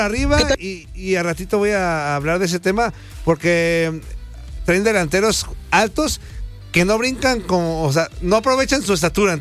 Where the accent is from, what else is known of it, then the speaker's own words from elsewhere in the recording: Mexico; así somos los mexicanos, ¿no?